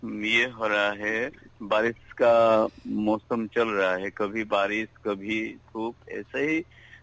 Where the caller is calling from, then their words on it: Ramkrishna Nagar, Assam, India; मेरा गांव का नाम है राम कृष्ण नगर, डिस्ट्रिक्ट है श्री भूमि, असम से तालुका थे।